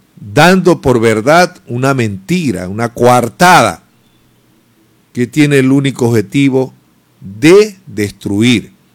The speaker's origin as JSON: {"language": "Spanish", "country": "Ecuador", "said": "para entendernos como ecuatorianos."}